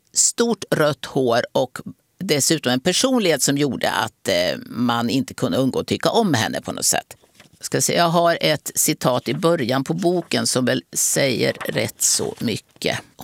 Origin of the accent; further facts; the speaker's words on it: Ljungsbro, Östergötland, Sweden; Ja, jag hade skrivit ett antal lokalhistoriska böcker om min hembygd som Evreta kloster och Ljungsbro väster om Linköping.